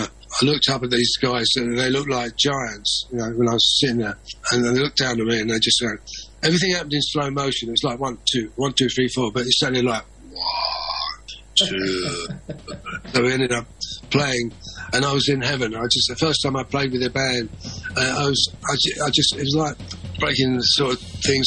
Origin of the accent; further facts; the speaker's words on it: London, United Kingdom; growing up in the East End of London after the Second World War, we played on bomb ruins and stuff like